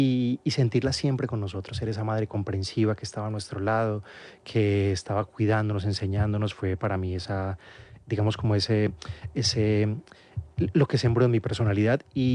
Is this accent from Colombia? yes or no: yes; Medellín, Antioquia, Colombia; also born or lived in Marinilla / Manizales / Turbo / Montería; A ver, empezamos Yo nací en Medellín, después de eso mis padres se fueron a Marinilla